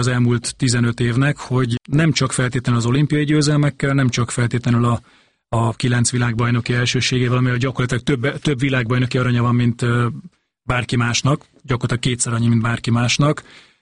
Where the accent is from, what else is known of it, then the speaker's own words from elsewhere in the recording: Zalaegerszeg, Zala, Hungary; ő is zalaegerszegi, mint ahol én származom